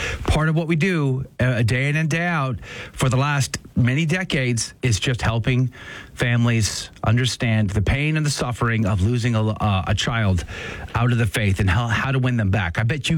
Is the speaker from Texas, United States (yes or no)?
yes; Texas, United States; I'm from Texas.